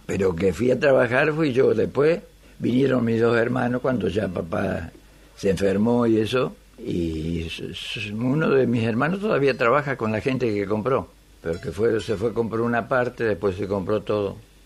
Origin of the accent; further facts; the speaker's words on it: Freyre, Córdoba, Argentina; born there; Yo nací en Freire, provincia de Córdoba.